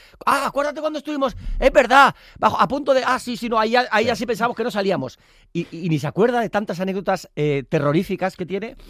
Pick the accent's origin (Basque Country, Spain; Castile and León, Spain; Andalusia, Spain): Basque Country, Spain; San Sebastián